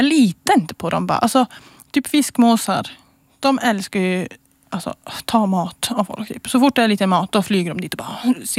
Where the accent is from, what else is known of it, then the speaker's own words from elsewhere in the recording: Kvikkjokk, Norrbotten County, Sweden; det är som när man är hemma i Kvikkjokk